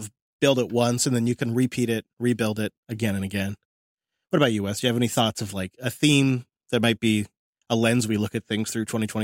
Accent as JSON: {"language": "English", "town": "Mount Vernon", "region": "Washington", "country": "United States", "tie": "born or raised there", "said": "my hometown of Mount Vernon"}